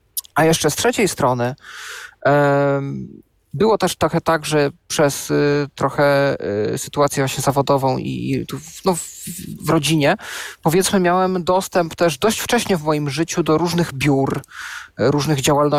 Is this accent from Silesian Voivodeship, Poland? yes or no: yes; Knurów, Silesian Voivodeship, Poland; moved away; Ja pochodzę z Knurowa, województwo śląskie.